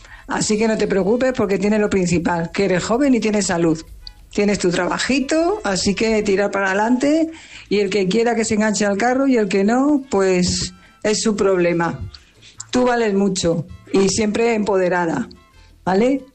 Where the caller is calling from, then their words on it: Fuenlabrada, Community of Madrid, Spain; Buenos días, Elena. … de Fuenlabrada.